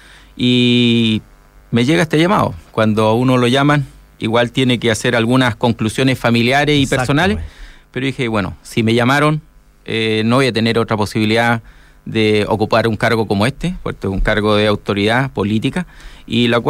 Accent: Talcahuano, Biobío, Chile; also born or lived in Santiago, Chile; now in Antofagasta, Chile; pensaba regresar al sur. Yo soy de Concepción, Talcahuano

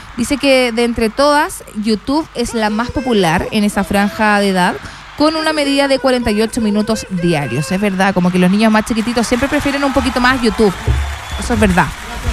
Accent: Chile; algo que hemos debatido nosotros como chilenos

